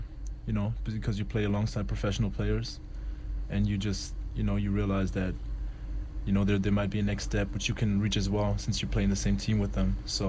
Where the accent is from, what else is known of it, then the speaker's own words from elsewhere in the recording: Berlin, Germany; moved away as an adult; now in New York, United States; I'm from Berlin, you know, it's a city, pretty metropolitan